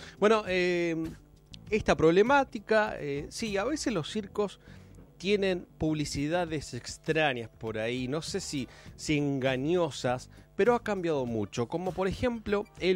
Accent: Cipolletti, Río Negro, Argentina; de Cipolletti del barrio San Pablo.

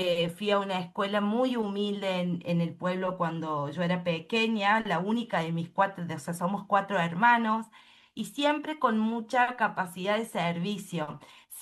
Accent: Deán Funes, Córdoba, Argentina; Vengo de Bien Funes, que es el norte de la provincia de Córdoba, una cuna de artistas maravillosos

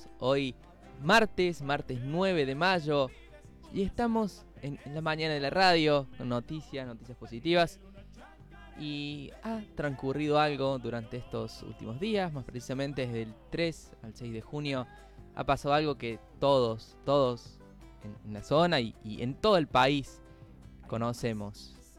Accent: Argentina; nuestra identidad como argentinos

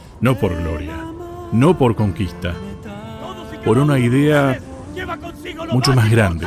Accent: Argentina; como argentinos, herederos de esa visión de patria que San Martín soñó libre y soberana

